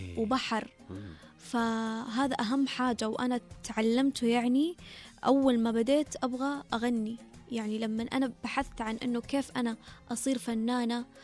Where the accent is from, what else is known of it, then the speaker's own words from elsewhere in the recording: Jazan, Jazan Province, Saudi Arabia; عندك من الفنانين الكبار اللي من عندنا في جازان